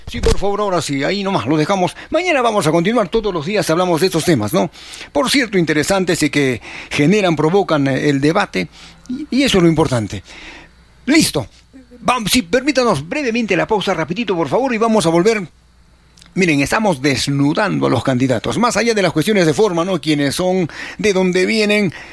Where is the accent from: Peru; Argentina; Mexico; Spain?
Peru; Arequipa; Arequipa nuestra